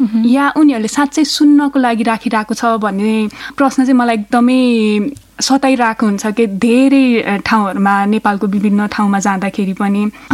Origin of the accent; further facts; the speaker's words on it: Kathmandu, Bagmati, Nepal; also born or lived in Ramechhap; नागरिकताले चाहिँ म रामेसापबाट भने पनि थाहा भएदेखि म काठमाडौँमै बसोबास गर्दै आएको छु।